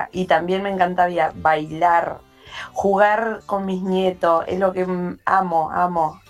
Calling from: Berazategui, Buenos Aires Province, Argentina; de acá de Villa España

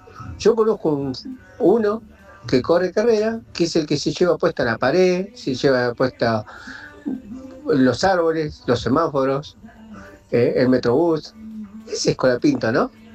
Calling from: Tablada, Buenos Aires Province, Argentina; soy de Tablada

